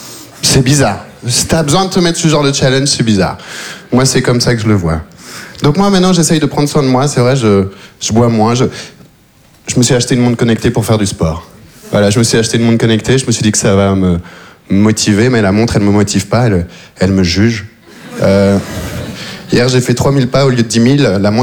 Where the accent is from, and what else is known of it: Belgium; born or raised there